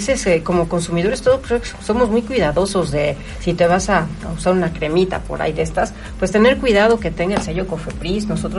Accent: Puebla, Mexico; quienes somos poblanos y poblanos

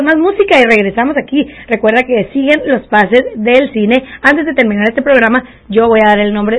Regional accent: Mexico; nosotros como mexicanos

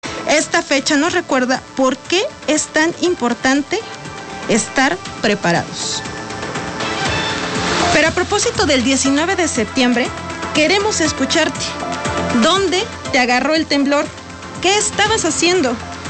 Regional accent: Mexico; cada uno de los que somos mexicanos.

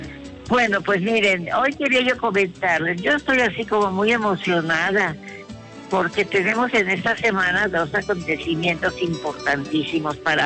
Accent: Mexico; nosotros, los mexicanos, que decimos barbaridades de repente.

